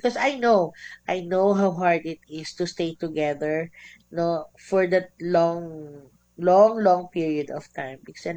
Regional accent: Cordillera Administrative Region, Philippines; So, I'm from Ifugao.

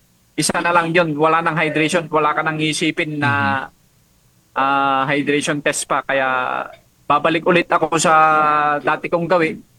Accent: Cordillera Administrative Region, Philippines; pride naman ako na nire-represent yung Pilipinas bilang isang Pinoy, and lalong-lalo na dito sa amin as sa Cordiller

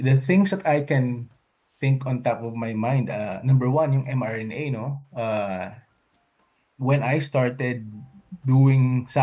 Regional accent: Bacolod, Western Visayas, Philippines; So, sa Bacolod po ako lumaki.

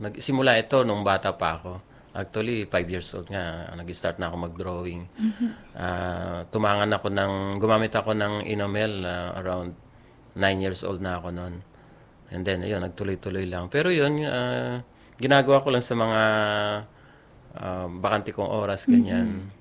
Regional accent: Pantabangan, Central Luzon, Philippines; born there; taga-Pantabangan ako. Doon ako isinilang.

